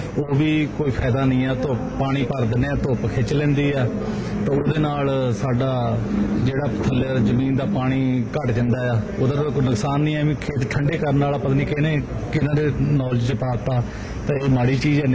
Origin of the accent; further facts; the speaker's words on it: Lutera Kalan, Punjab, India; ਮੇਰਾ ਪਿੰਡ ਲੁਟੇਰਾ ਕਲਾਂ